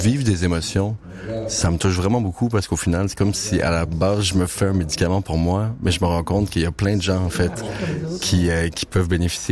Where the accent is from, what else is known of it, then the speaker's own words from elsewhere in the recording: Montreal, Quebec, Canada; Bonjour tout le monde … je viens de Montréal.